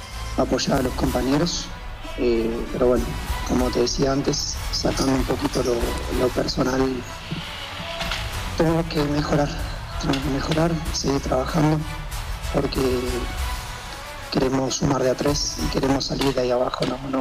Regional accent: Argentina; Yo soy argentino, vine este año acá, mi primera experiencia en el fútbol boliviano.

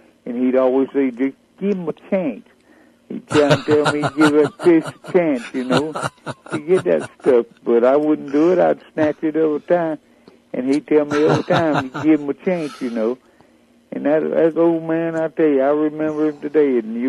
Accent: Covington, Georgia, United States; born there; also born or lived in Porterdale / Griffin; I was born down there in Covington, and Social Circle ain't very far over.

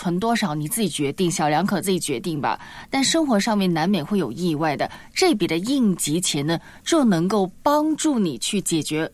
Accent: China; 我们中国人存钱这个习惯的根深蒂固

